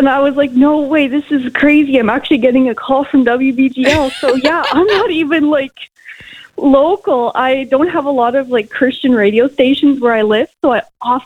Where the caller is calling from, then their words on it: Manitoba, Canada; accent: Canadian; Manitoba, Canada.